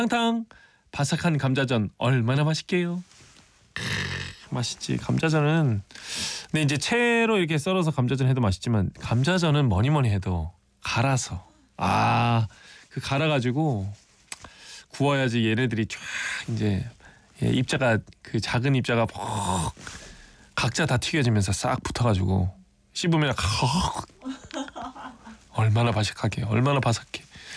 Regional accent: Ulsan, South Korea; moved away; 경주는 또 제가 울산 고향이라 소풍 갈 때마다 이제 봤던 곳이기도 하고 지금 저희 부모님이 또 계시는 곳이라

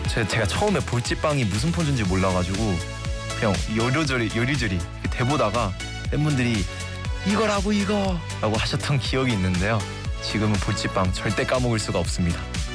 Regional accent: South Korea; 제가 한국인이잖아요.

